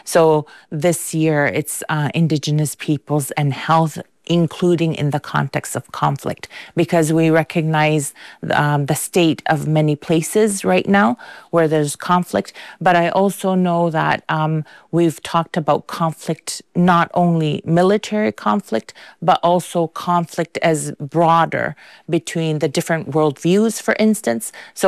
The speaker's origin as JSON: {"language": "English", "region": "the Arctic", "country": "Canada", "said": "So I'm an Inuk from the Arctic, from the Canadian Arctic."}